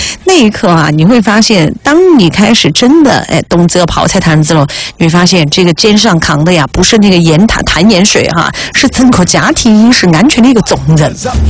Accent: Sichuan, China; 对于我们四川人来讲的话

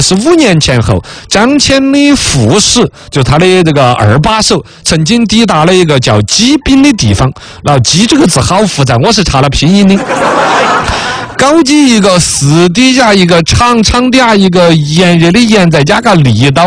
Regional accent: China; 我们中国人

